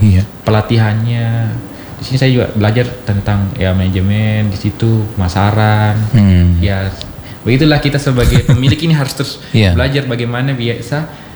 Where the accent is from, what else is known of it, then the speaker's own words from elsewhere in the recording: Malang, East Java, Indonesia; born there; moved away; also born or lived in Baru; Kalau saya asli apa, lahir di Malang Pak.